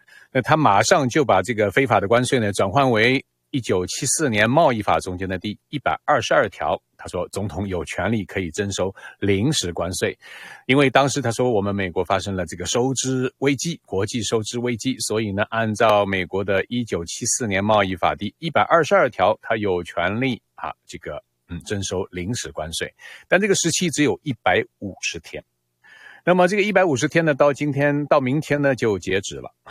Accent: Canada; 但是起码我认为我们加拿大是没有强迫劳动的。

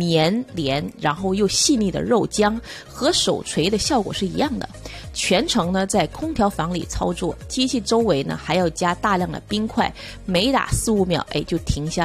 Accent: Guangdong, China; born there; moved away; 跟小时候在广东那边吃的手打肉丸

